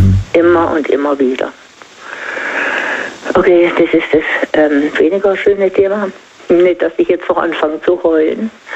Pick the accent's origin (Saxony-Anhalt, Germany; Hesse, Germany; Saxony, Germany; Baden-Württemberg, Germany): Baden-Württemberg, Germany; Singen; Ich komme ja aus Singen und die haben, machen das schon eine ganze Weile, ein Klassentreffen.